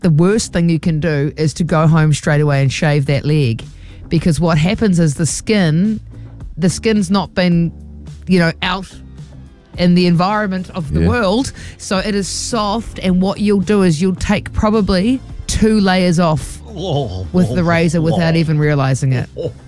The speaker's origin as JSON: {"language": "English", "town": "Dargaville", "region": "Northland", "country": "New Zealand", "said": "There'll be Kumaras. I'm from Dargaville."}